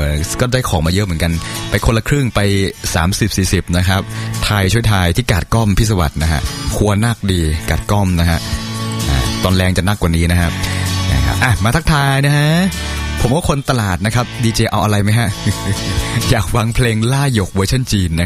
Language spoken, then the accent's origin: Thai; Trat, Thailand; เป็นคนตราดอยู่แล้วครับเรียนจบก็กลับมาบ้านครับ